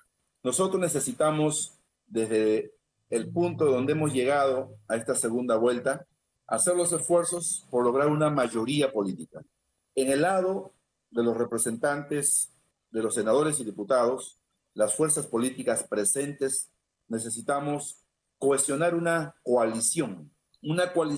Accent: Peru

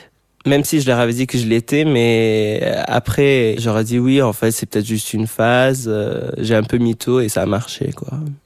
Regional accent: Egypt; also born or lived in Abu Dhabi; now in Paris, France; J'ai 18 ans, je suis égyptien et c'est ma première année dans une école d'art à Paris.

